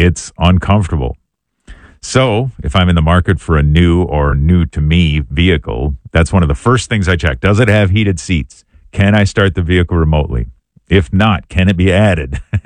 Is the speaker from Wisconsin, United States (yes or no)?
yes; Wisconsin, United States; in my home state of Wisconsin